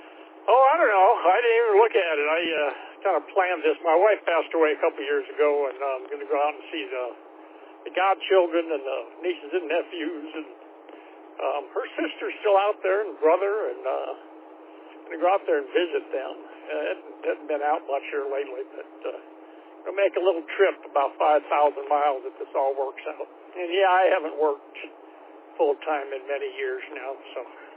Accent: New Mexico, United States; I'm from New Mexico. I live down southern part of New Mexico, about 100 miles, 110 miles from the Mexican border there, up north a little bit on a reservoir on the Rio Grande, Elephant Butte Lake

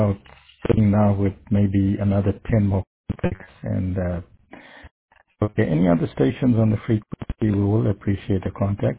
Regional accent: Phoenix, KwaZulu-Natal, South Africa; located in the port city of Durban on the east coast of South Africa. We do have a Phoenix here, and my hometown is Phoenix there

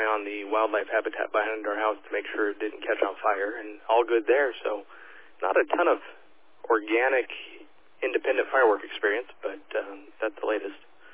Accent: Huntington Beach, California, United States; also born or lived in Washington, D.C.; now in Lake Elsinore, United States; I grew up in Huntington Beach

